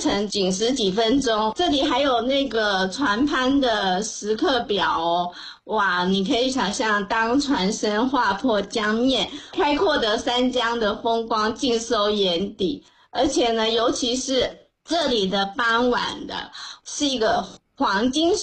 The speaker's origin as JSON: {"language": "Chinese", "town": "Tamsui", "region": "New Taipei", "country": "Taiwan", "tie": "born or raised there", "said": "也是联想到我的家乡淡水这边，"}